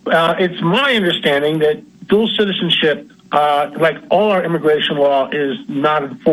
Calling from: Johnstown, Pennsylvania, United States; Hey, Al, this is … again from Johnstown.

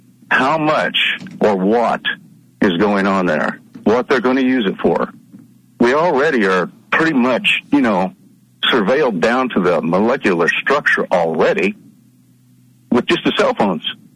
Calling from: Indiana, United States; from Indiana again.

